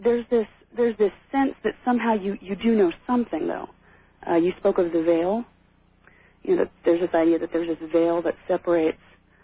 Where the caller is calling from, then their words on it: Minneapolis, Minnesota, United States; I'm calling from the Minneapolis-St. Paul area.